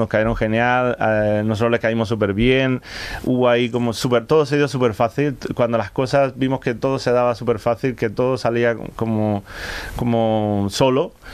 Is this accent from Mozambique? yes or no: no; Spain; yo siempre digo, soy español, pero yo creo que tengo corazón latino, porque me encanta la salsa, me quería quedar vivir en México, o sea, yo soy muy latino, no sé.